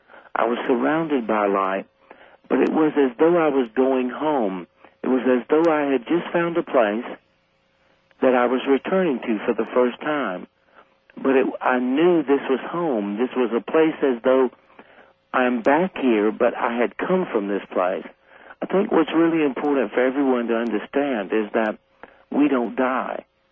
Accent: Deep South, United States; growing up in the Deep South.

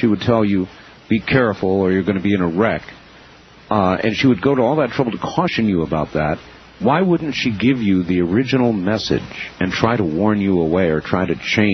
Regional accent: Pahrump, Nevada, United States; my hometown, Little Pahrump, Nevada

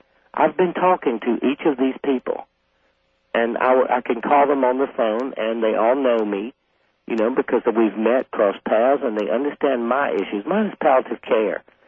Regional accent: South Carolina, United States; I'm a guy from South Carolina. I look at stuff pretty down to earth.

